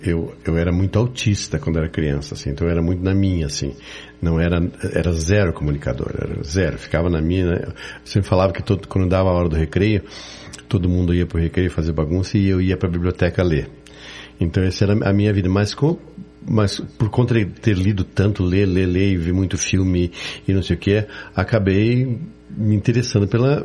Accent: Curitiba, Paraná, Brazil; Eu sou curitibano.

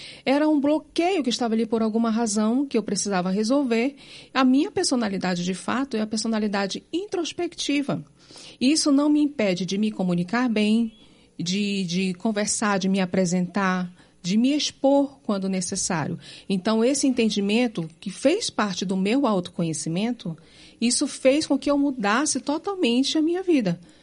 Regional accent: Manaus, Amazonas, Brazil; born there; moved away as an adult; now in Curitiba, Brazil; Sou nascida em Manaus, do Amazonas.

